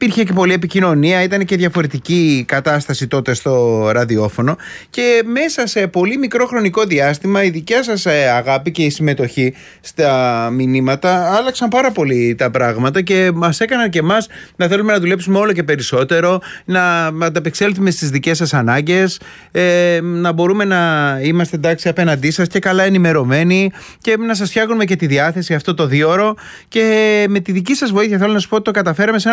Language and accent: Greek; Attica, Greece; εγώ είμαι και λίγο από τα Μεσόγεια